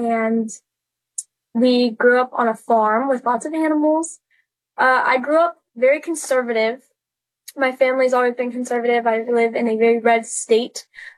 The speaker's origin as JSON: {"language": "English", "region": "Idaho", "country": "United States", "tie": "born or raised there", "said": "I went to school in a very liberal town, which is weird for the state that I grew up in. I grew up in Idaho"}